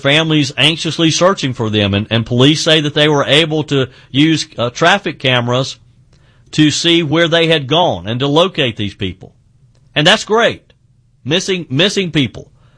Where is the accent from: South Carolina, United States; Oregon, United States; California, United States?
South Carolina, United States; in my home state of South Carolina